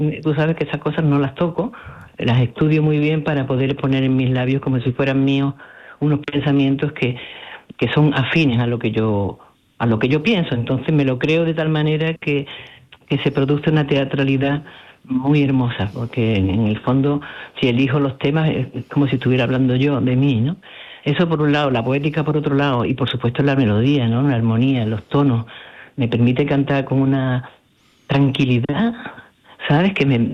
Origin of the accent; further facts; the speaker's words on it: Andalusia, Spain; siempre que dices yo soy andaluza, se recibe con una sonrisa y una buena cara